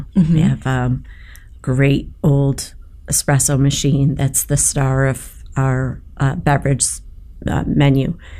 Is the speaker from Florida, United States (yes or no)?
no; Syracuse, New York, United States; We were both born and raised in the Valley. Mm-hmm. of Syracuse.